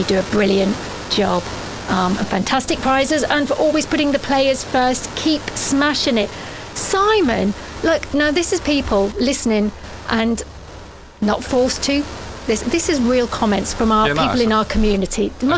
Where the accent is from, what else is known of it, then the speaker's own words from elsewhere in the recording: Caister-on-Sea, East of England, United Kingdom; I'm a Caister girl, and I love the Caister village. I've lived there practically all my life.